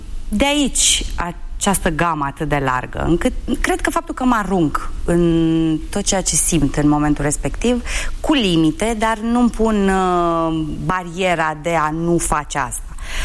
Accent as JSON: {"language": "Romanian", "town": "Drobeta-Turnu Severin", "region": "Mehedinți County", "country": "Romania", "tie": "born or raised there", "moved": "as an adult", "lives_now": "Bucharest, Romania", "said": "când am venit în București, eu în orașul meu natal nu am mers niciodată cu autobuzul. Și am venit cu trenul de la Severin până la București"}